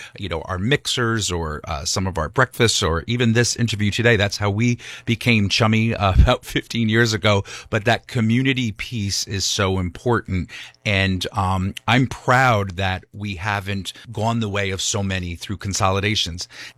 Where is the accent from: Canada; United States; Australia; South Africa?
United States; Wallkill, New York; I was born and raised in Waukeel, New York, in Ulster County.